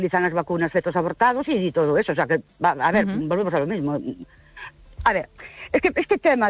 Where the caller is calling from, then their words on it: Ourense, Galicia, Spain; Buenas noches. … de Ourense.